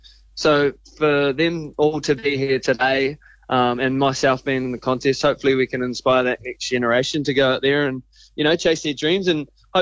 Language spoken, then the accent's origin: English; Raglan, Waikato, New Zealand; And then obviously myself and Alani as a young kid growing up in Raglan, so she's inspiring.